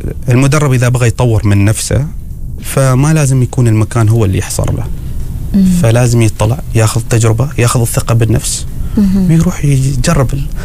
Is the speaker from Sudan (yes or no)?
no; Oman; هذه المنطقة أنا عارف أن راح تكون عندي تحديات كعماني، ما عندي أحد يتكلم اللغة العربية.